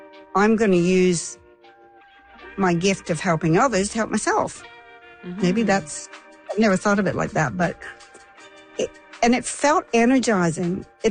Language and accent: English; Canada; moved away as an adult; now in Australia; I'm a Canadian living in Australia. I've been here 40 years.